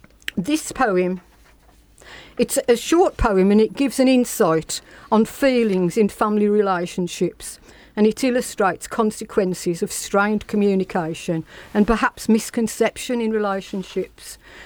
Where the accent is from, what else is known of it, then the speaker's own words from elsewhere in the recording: Wolverhampton, West Midlands, United Kingdom; born there; I was born in Wensfield. Actually, I was born in Marsh End, which was originally Marsh End